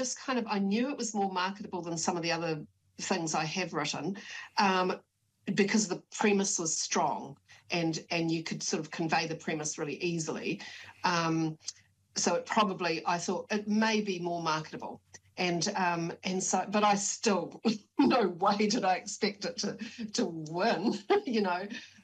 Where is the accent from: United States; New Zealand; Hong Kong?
New Zealand; Auckland; I was brought up in West Auckland and I guess it might have changed a bit now, who knows, but when I was growing up in the 70s and 80s